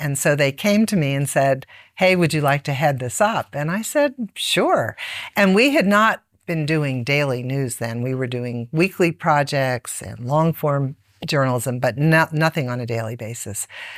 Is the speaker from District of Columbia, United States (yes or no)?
yes; Washington, District of Columbia, United States; I grew up in a family of a mother and a grandmother, a working mom. I grew up in Washington, D.C.